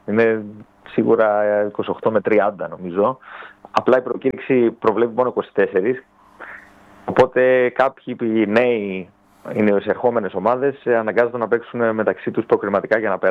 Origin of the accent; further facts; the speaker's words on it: Rhodes, South Aegean, Greece; εγώ ως Ροδίτης